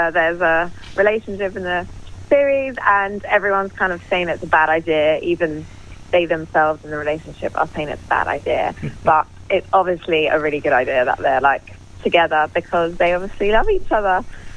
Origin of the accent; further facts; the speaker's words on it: London, United Kingdom; born there; Yeah, I'm in London. I live in London and I was born in London.